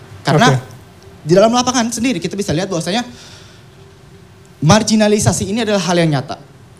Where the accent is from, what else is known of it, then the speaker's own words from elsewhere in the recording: Jakarta, Indonesia; Saya merupakan orang asli Jakarta, Bapak saya Betawi dan seluruh keluarga saya juga Betawi.